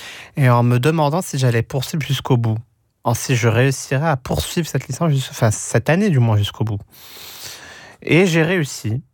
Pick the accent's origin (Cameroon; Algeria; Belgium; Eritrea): Algeria; also born or lived in France; Oui, français, algérien. J'ai mes deux nationalités et je les porte fièrement. Mais quand je dis que, avec ce lapsus, je ne vis pas en Algérie.